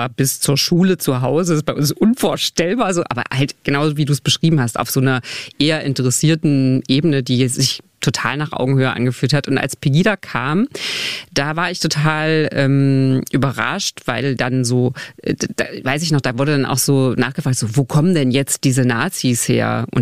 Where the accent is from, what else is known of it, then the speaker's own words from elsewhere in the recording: Magdeburg, Saxony-Anhalt, Germany; Ich bin ja auch in Magdeburg groß geworden